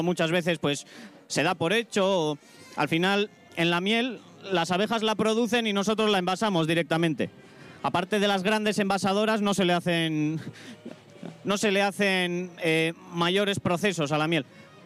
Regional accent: Leza, Basque Country, Spain; vengo desde Leza, de ahí, Rioja Alavesa, al igual que Héctor.

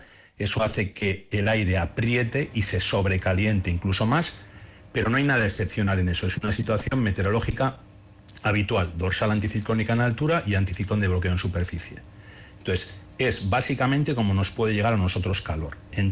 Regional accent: Basque Country, Spain; Cuando digo nos, me refiero como habitante de la península ibérica, ¿de acuerdo? No como vasco.

